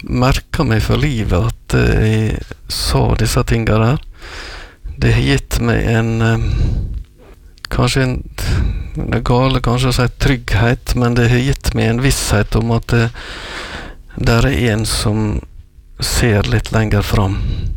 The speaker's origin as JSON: {"language": "Norwegian", "town": "Ulsteinvik", "region": "Møre og Romsdal", "country": "Norway", "tie": "born there", "said": "hjemme I Stovå på Ulstein"}